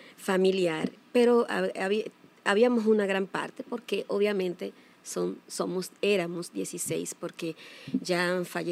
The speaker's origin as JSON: {"language": "Spanish", "town": "San Francisco de Macorís", "region": "Duarte", "country": "Dominican Republic", "tie": "born there", "moved": "yes", "lives_now": "Santo Domingo, Dominican Republic", "said": "Nací en San Francisco de Macorís y inicié mis estudios primarios en San Francisco."}